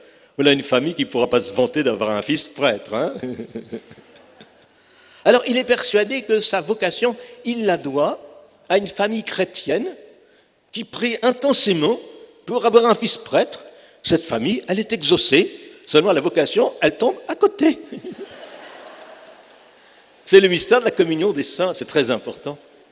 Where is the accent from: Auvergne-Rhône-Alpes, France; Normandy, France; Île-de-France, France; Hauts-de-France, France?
Hauts-de-France, France; Cambrai; Je viens de Cambrai, célèbre pour ses bêtises.